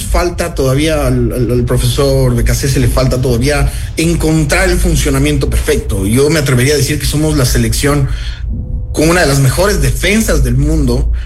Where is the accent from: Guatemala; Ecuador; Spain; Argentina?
Ecuador